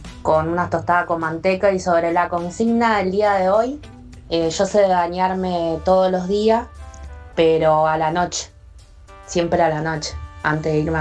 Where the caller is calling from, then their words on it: Quilmes, Buenos Aires Province, Argentina; de Quilmes